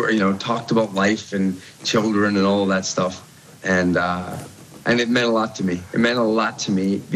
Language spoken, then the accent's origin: English; Canada